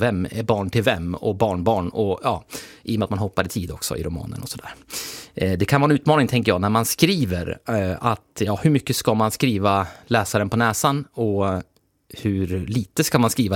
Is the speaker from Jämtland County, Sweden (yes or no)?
yes; Jämtland County, Sweden; now in Västerbotten, Sweden; Jag är uppväxt vid Storsjönstrand och där finns det ju grusstränder mer.